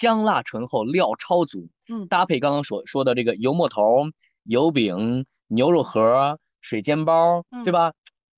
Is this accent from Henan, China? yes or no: yes; Zhengzhou, Henan, China; 说实话，我们这个从小长在郑州，作为郑州人，其实早就习惯了这座城市的烟火的日常。